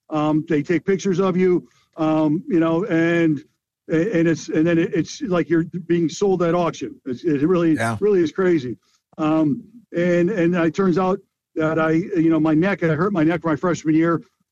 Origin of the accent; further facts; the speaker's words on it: Chicago, Illinois, United States; I really didn't know much about, you know, the Eagles growing up in Chicago, NFC Central. I was growing up as a Bears fan here.